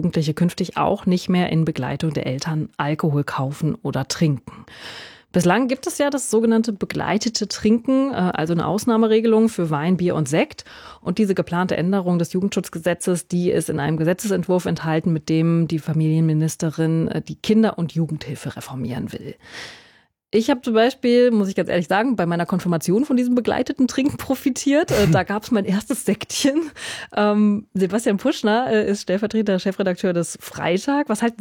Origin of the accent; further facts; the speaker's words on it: Mainz, Rhineland-Palatinate, Germany; Ja, obwohl ich komme aus einer Weinregion, aus Mainz, Rheinhessen, auch im Bekanntenkreis und ein paar Winzerinnen und Winzer.